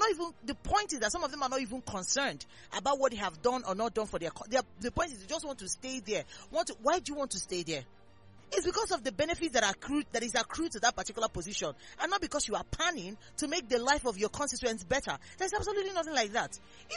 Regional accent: Abia, Nigeria; I'm from Ogunawa

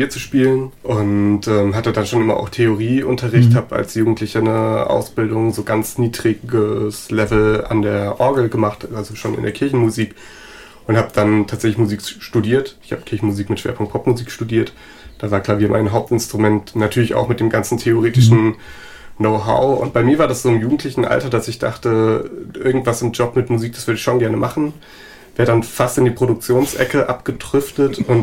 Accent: Koblenz, Rhineland-Palatinate, Germany; moved away as an adult; now in Northern Germany; Nicht mal ansatzweise norddeutsch geboren. Nee, hm. Ich bin im Rheinland groß geworden, ja. In der Nähe von Koblenz. Ich bin in Koblenz geboren, bin also eigentlich Koblenzer Schengelsche. Und dann bin ich hochgezogen, genau für den Job und übers Studium so nach und nach nach Norden gewandert.

